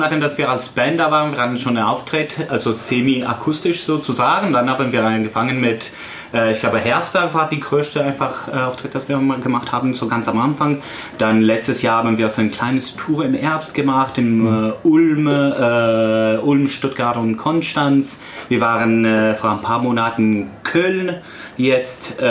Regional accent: Italy; moved away; Ich komme aus Italien, ich bin nicht hier geboren

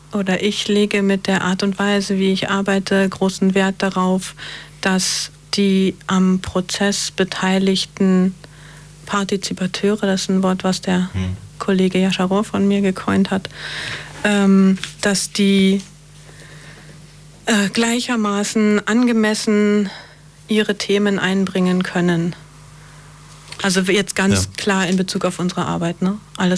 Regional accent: Berlin, Germany; Ich bin gebürtige Berlinerin, Mitte der 70er geboren.

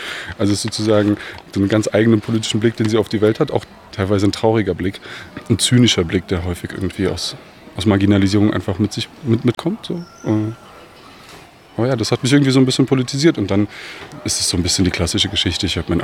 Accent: Germany; Also ich komme aus Bosnien, in Bornheim, im Balkan. In Bornheim, super große Community aus dem Balkan. Bin hier so einfach ganz normal groß geworden.

